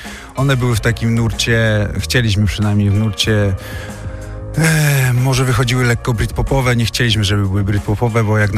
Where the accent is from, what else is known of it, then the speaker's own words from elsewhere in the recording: Mędków, Lesser Poland, Poland; bo pochodzę z takiej miejscowości Mędków, która jest nieopodal, powiedzmy, Chrzanowa, czyli w połowie drogi między Katowicami a Krakowem.